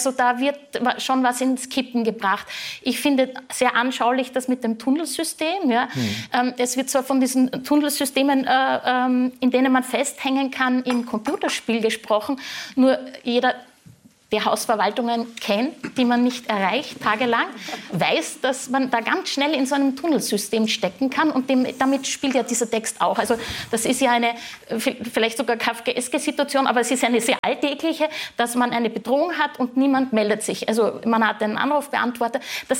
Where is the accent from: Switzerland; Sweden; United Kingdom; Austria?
Austria; als Österreicherin